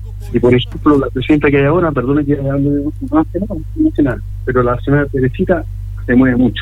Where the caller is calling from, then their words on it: Viña del Mar, Valparaíso, Chile; yo soy de Miraflores Alto.